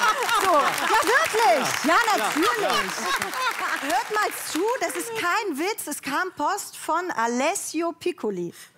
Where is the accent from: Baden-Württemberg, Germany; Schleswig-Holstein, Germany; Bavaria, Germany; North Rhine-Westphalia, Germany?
North Rhine-Westphalia, Germany; Cologne; Du kannst dir ungefähr vorstellen, in welchem Spannungsverhältnis ich lebe als Kölnerin.